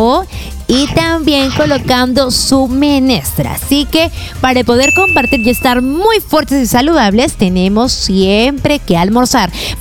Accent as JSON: {"language": "Spanish", "country": "Peru"}